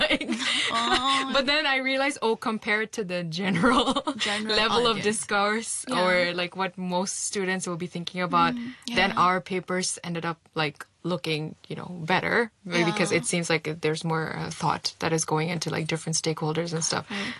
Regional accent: Hong Kong; growing up in Hong Kong

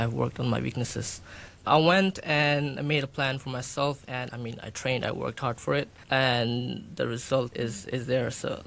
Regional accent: Hong Kong; I am from Pakistan, but I was born and raised here in Hong Kong. My parents are from Pakistan as well, but my dad was also raised here in Hong Kong.

